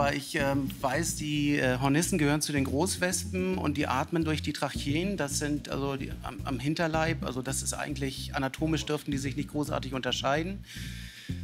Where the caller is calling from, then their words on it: Hasloh, Schleswig-Holstein, Germany; Haslow hier bei Hamburg, mhm, in der Nähe